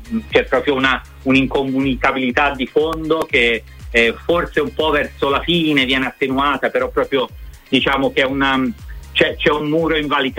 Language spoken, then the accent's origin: Italian; Tuscany, Italy; nel mio caso che sono toscano, un babbo